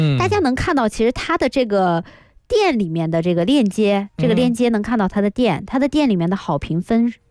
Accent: Guangdong, China

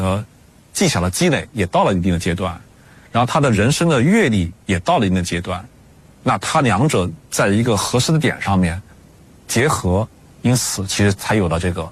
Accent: China; 我们中国人啊会认为这个冬春之交呢，它是一个非常重要的时刻

